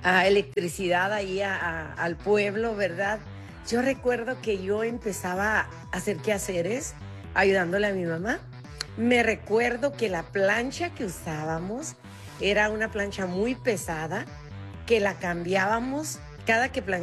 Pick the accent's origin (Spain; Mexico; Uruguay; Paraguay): Mexico; Sinaloa; moved away; Yo soy de México, de un pueblito de Sinaloa.